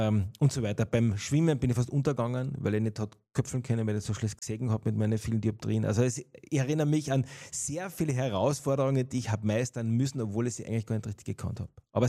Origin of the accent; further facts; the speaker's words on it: Bad Kleinkirchheim, Carinthia, Austria; Ich komme aus Bad Kleinkirchheim. Ursprünglich bin ich aufgewachsen dort und auch geboren und bin in Radentein in die Hauptschule gegangen.